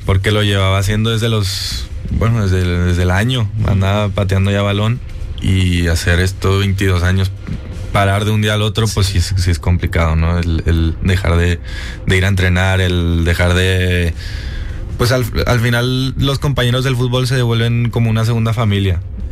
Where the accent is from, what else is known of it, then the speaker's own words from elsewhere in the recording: Barcelona, Catalonia, Spain; also born or lived in Monaco; Ahí nací en Mónaco y luego nos fuimos a Barcelona.